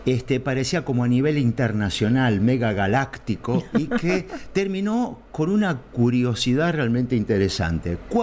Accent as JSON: {"language": "Spanish", "region": "Buenos Aires", "country": "Argentina", "also_born_or_lived": "Mar del Plata / La Plata", "moved": "yes", "said": "soy porteño, pero marplatense por adopción."}